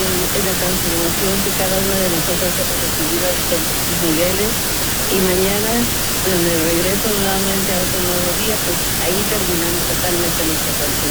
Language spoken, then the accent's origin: Spanish; San Diego, California, United States; Soy de San Diego, voy a la parroquia del Cuerpo de Cristo, Corpus Christi, algunas veces Santa Rosa de Lima